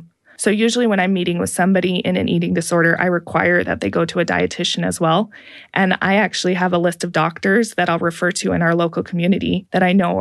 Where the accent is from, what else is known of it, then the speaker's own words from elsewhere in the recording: Pacific Northwest, United States; I grew up in the Northwest, and I remember we would come to visit Utah